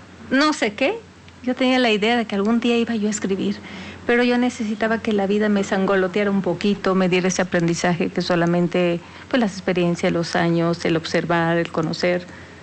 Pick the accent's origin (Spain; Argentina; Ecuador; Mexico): Mexico; Veracruz; Crecí en el rancho, allá en Veracruz, entre árboles frutales, mariposas.